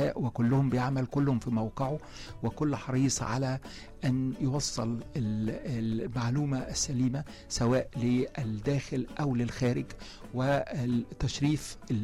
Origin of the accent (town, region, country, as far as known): Egypt